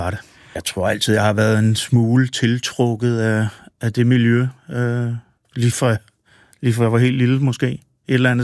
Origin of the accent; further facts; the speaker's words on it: Copenhagen, Capital Region of Denmark, Denmark; Jeg er født og opvokset på Østerbro, ja.